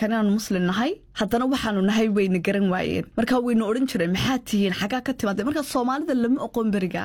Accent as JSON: {"language": "Somali", "region": "London", "country": "United Kingdom", "tie": "born or raised there", "also_born_or_lived": "Somalia", "first_language": "Somali", "said": "Anigu waxaan ku koray London anigoo inan yara lix jir baan wadankan imi markaan ahaa."}